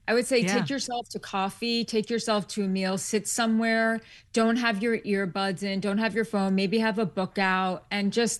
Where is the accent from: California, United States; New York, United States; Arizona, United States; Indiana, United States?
New York, United States; New York City; I was born and raised in New York.